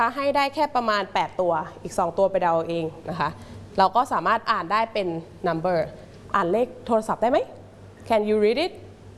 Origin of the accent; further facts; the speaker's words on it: Udon Thani, Thailand; I am from อุดรธานีนะคะจังหวัดอุดรธานีที่ภาคอีสานของเรานี่เองนะคะ